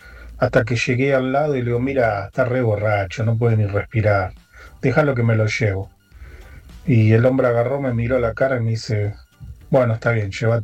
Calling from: San Miguel, Buenos Aires Province, Argentina; soy de San Miguel.

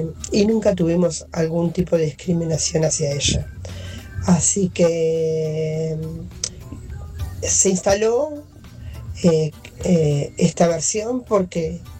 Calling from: Gregorio de Laferrere, Buenos Aires Province, Argentina; de la Ferrer.

